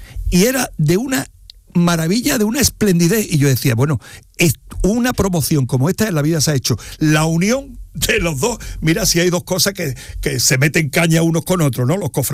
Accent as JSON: {"language": "Spanish", "town": "Málaga", "region": "Andalusia", "country": "Spain", "said": "yo que soy de Málaga"}